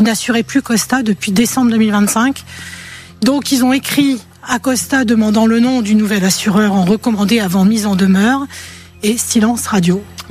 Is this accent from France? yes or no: yes; Hauts-de-France, France; Oui, ouais, j'étais du Pas-de-Calais, moi.